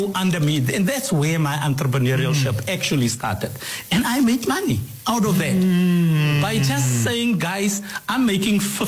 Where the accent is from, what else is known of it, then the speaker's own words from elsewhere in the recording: Upington, Northern Cape, South Africa; also born or lived in Keetmanshoop, Namibia; Yeah. I was born in Kitmans in Namibia, but my parents, because I'm a granny's child, so they moved back to SA, and I grew up with them in Upington. I didn't grow up with my mother.